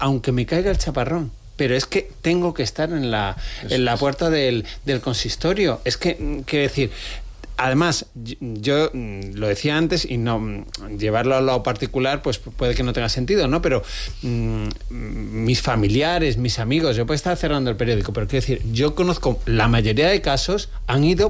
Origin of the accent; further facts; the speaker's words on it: Málaga, Andalusia, Spain; quiero decir, Málaga, yo soy malagueño, ¿no?